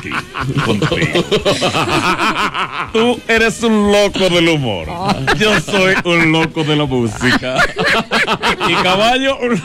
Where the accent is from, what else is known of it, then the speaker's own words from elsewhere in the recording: Santander, Colombia; Somos santandereanos.